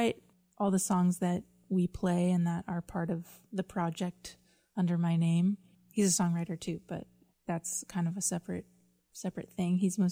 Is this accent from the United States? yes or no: yes; Tucson, Arizona, United States; moved away as an adult; now in Nashville, United States; I'm from Tucson, Arizona, originally